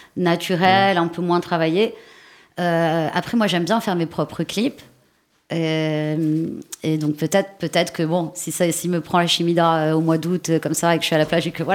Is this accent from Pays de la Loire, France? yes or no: no; Paris, Île-de-France, France; born or raised there; also born or lived in Italy